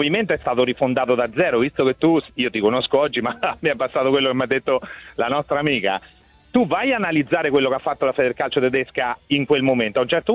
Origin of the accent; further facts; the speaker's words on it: Terni, Umbria, Italy; io sono di Terni, quasi ormai ultimamente me ne vergogno quasi a dirlo